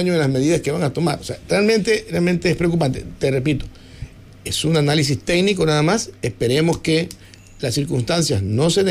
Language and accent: Spanish; Ecuador